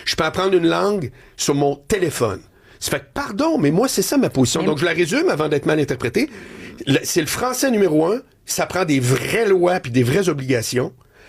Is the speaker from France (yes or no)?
no; Quebec City, Quebec, Canada; now in Montreal, Canada; On vient de Québec.